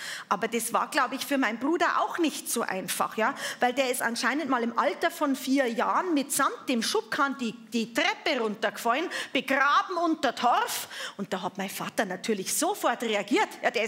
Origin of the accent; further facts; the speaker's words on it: Germany; Ja, ich bin schon an der Grenze aufgewachsen, aber so nah auch wieder nicht.